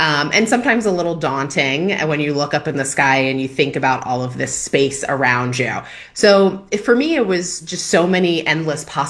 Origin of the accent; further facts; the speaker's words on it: East Coast, United States; And I grew up on the East Coast, so I had decent skies. I was in a suburban area.